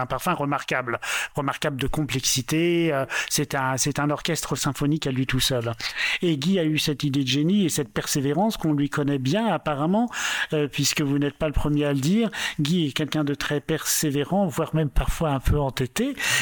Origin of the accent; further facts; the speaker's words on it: Belgium; j'ai passé plus de temps de ma vie en Belgique, donc je suis belge et français.